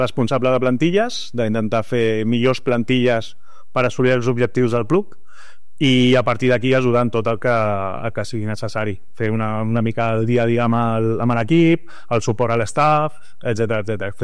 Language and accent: Catalan; Terrassa, Catalonia, Spain; Jo soc de Terrassa